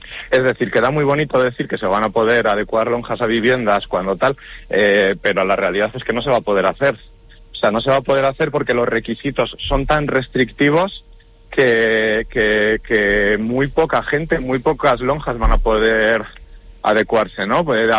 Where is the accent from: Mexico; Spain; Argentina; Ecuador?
Spain; Vitoria-Gasteiz, Basque Country; No estoy en Zabalgana porque yo soy de la zona centro y mira, me pilla desmano, la verdad. Yo soy más de Judimendi, Arana, todos estos barrios más céntricos